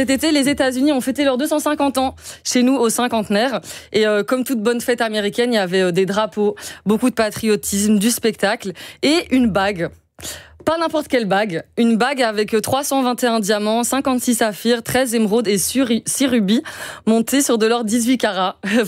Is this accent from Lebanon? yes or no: yes; Lebanon; je suis libanaise.